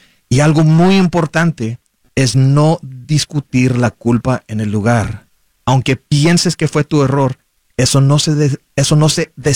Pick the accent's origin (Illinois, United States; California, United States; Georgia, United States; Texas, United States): Texas, United States; the Rio Grande Valley; moved away as an adult; now in San Antonio, United States; Pues soy americano, pero pues hablo español. Pues sí. Crecí en el Valle, el sur de Texas, en el área de McAllen, de Far San Juan Álamo. Y pues me mudé aquí a San Antonio hace casi 10 años.